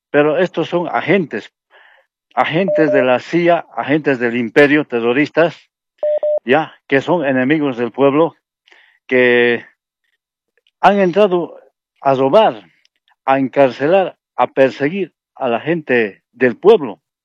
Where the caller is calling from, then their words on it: Villa Rivero, Cochabamba, Bolivia; de aquí de Villas Rivero.